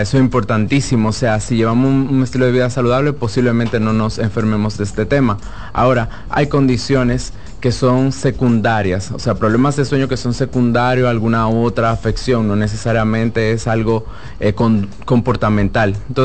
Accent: Cibao, Dominican Republic; yo soy del Cibao

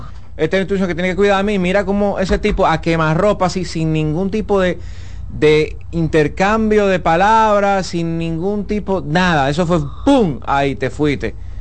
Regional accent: Dominican Republic; nosotros como dominicanos

